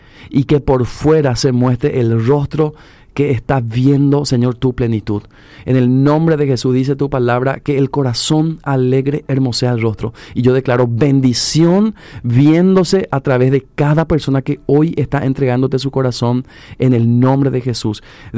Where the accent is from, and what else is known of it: Paraguay